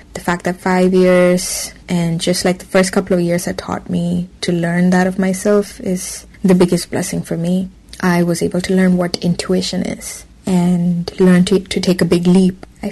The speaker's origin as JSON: {"language": "English", "town": "Thiruvananthapuram", "region": "Kerala", "country": "India", "moved": "as an adult", "lives_now": "Vancouver, Canada", "said": "I hail from Trivandrum. I'm currently living the expat life in Vancouver, British Columbia, a beautiful, beautiful province in Canada."}